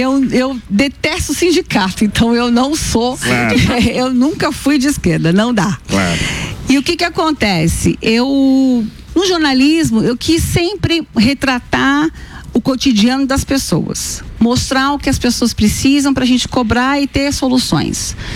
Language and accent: Portuguese; São Paulo, Brazil; Sou paulistana, mas são de Natal.